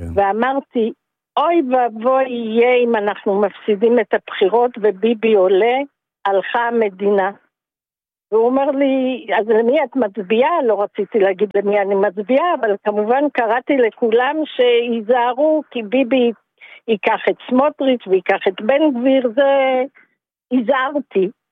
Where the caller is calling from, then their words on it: Sharon plain, Israel; אני מהשרון.